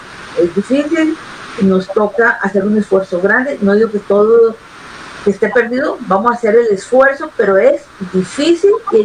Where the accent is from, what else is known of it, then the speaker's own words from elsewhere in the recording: Colombia; tenemos como colombianos la responsabilidad con Colombia y con América Latina